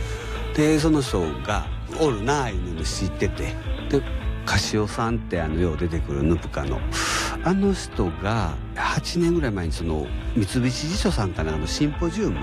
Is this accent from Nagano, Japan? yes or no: no; Osaka, Japan; moved away as an adult; now in Shintoku, Japan; むちゃむちゃ関西人大阪人なんですね。生まれも育ちも。